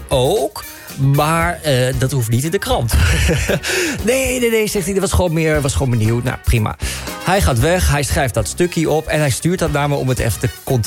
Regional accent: Hengelo, Overijssel, Netherlands; now in Amsterdam, Netherlands; in Hengelo, waar ik opgegroeid ben, dat toen ik in Amsterdam kwam wonen

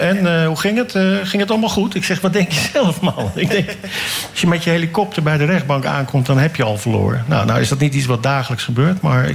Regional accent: Beverwijk, North Holland, Netherlands; ik kom gewoon uit Achthoog achter uit Beverwijk vandaan.

